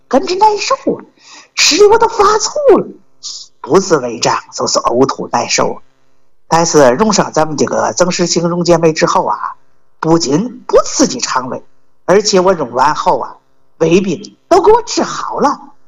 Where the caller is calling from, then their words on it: Tianjin, China; 我是天津的